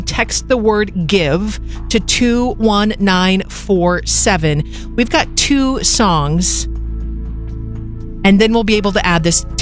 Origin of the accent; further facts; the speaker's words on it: Oregon, United States; I am also from Oregon.